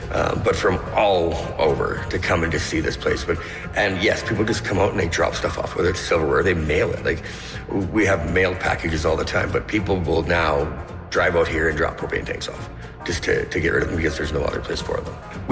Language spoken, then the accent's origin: English; Canada; I'm a Canadian artist here based in Alberta, just south of Edmonton.